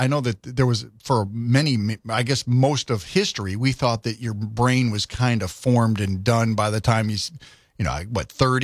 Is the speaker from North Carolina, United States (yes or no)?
no; Connecticut, United States; now in South Carolina, United States; I grew up in Connecticut